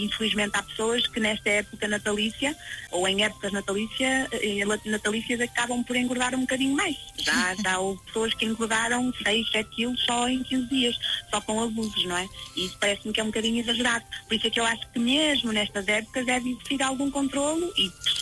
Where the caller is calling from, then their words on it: Paredes, Norte, Portugal